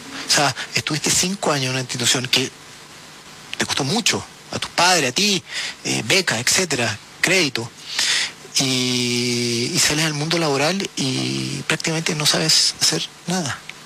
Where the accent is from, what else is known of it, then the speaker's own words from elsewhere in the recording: Viña del Mar, Valparaíso, Chile; trato de contratar siempre gente de Viña del Mar, porque tengo un cariño con mi ciudad natal.